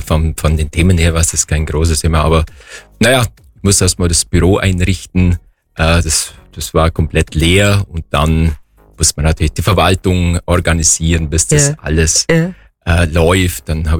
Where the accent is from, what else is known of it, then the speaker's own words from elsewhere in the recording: Wilpoldsried, Bavaria, Germany; also born or lived in Weitnau; Das heißt, ich bin in Weidnau geboren und die ersten Jahre in Weidnau aufgewachsen und dann kamen wir wieder zurück. Mein Elternhaus war schon in Wilpolsried, mein Großvater war schon Schulleiter in Wilpolsried.